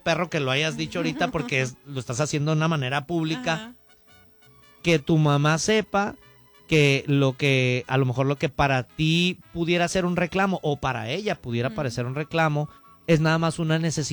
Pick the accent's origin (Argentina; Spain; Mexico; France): Mexico; como mexicanos tenemos una cultura muy hermosa, muy bella